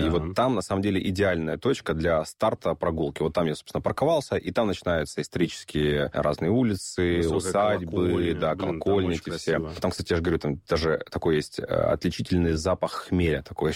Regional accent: Horlivka, Donetsk Oblast, Ukraine; я же там из Горловки, у нас в магазинах стояло это Жигулевское.

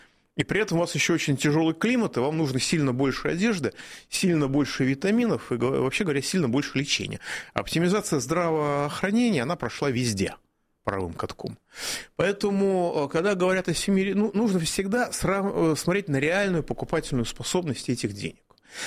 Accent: Moscow, Russia; Ну, как бы я москвич, но я очень много езжу по Московской области

